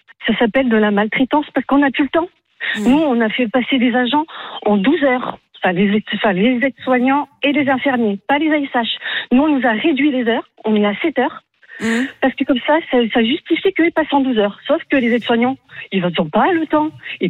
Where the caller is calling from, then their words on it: Vichy, Auvergne-Rhône-Alpes, France; ça fait 20 ans moi, que je travaille à l'hôpital de Vichy.